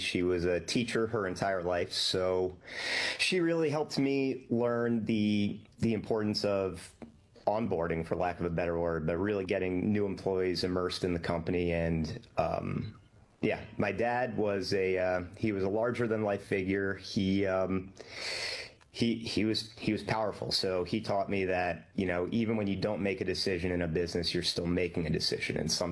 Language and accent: English; Pennsylvania, United States; From outside Philadelphia suburbs